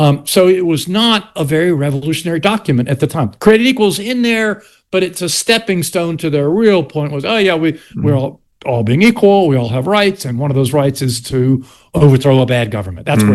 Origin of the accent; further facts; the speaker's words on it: South Carolina, United States; accent: Southern; moved away; also born or lived in Virginia; I kind of amp up my Southern accent and disturb people as a white guy from South Carolina, old man